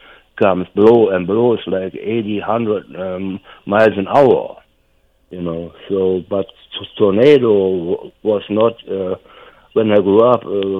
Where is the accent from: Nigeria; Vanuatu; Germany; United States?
Germany; when I grew up in Germany, I was a very young boy.